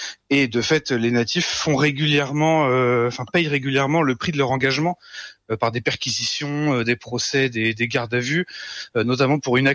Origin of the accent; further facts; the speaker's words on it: France; Nous sommes des Français, des Européens, également des Occidentaux.